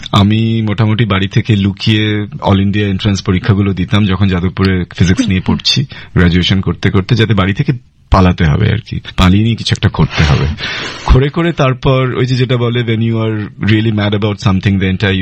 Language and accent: Bangla; Durgapur, West Bengal, India; আমি দুর্গাপুরে Saint Xavier স্কুলে পড়াশোনা করেছি, সেখানে আমার জন্ম দুর্গাপুরে।